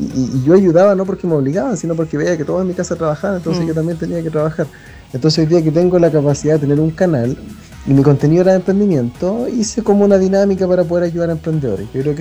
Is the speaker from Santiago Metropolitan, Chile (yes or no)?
no; Huépil, Biobío, Chile; yo soy de Huepil, de la región del Biobío, nací en los años 90 ya, donde habían caminos de tierra, no teníamos baños con alcantarilla, teníamos baños de pozo